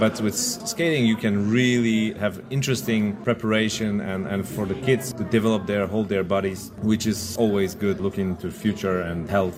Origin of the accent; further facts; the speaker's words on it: Zakopane, Lesser Poland, Poland; I grew up in Zakopane, so a big winter sport city in Poland, and skis.